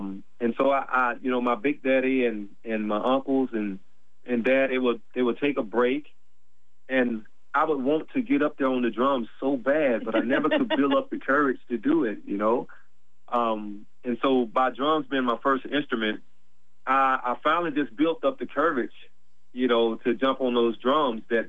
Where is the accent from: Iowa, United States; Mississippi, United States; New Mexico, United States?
Mississippi, United States; But, you know, just growing up in … you know, I was born into hill country blues.